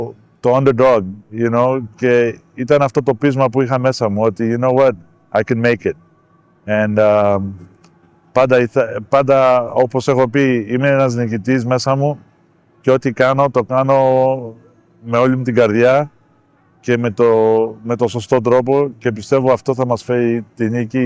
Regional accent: Greece; Που δεν είμαι από την Κρήτη. Είμαι ένας περήφανος Έλληνας

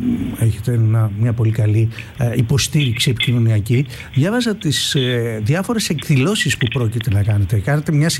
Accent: Piraeus, Attica, Greece; Ναι, εγώ είμαι Πειραιώτης όμως, θα μετράω από τον Πειραιά.

